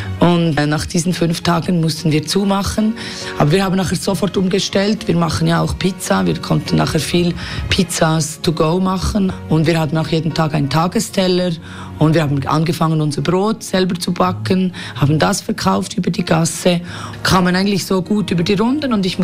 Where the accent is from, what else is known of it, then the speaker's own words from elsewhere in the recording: Bern, Switzerland; Ich komme aus Bern, aus der Hauptstadt.